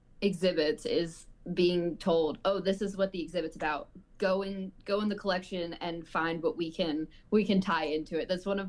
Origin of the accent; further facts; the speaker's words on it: Pennsylvania, United States; moved away; I was born and raised in Pennsylvania, so I grew up all around American Rev War history.